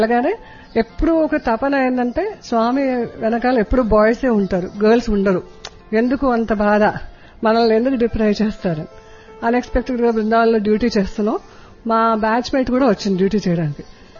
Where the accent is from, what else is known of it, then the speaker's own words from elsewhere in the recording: Hyderabad, Telangana, India; నేను హైదరాబాద్ నుండి వచ్చాను.